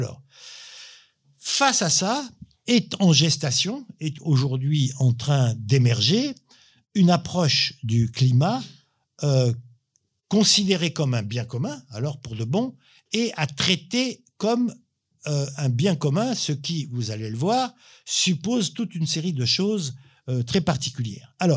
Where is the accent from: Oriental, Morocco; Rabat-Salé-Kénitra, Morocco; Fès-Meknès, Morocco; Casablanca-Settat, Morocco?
Rabat-Salé-Kénitra, Morocco; Rabat; Moi, je suis né au Maroc. À Rabat, bon, j'ai habité plusieurs quartiers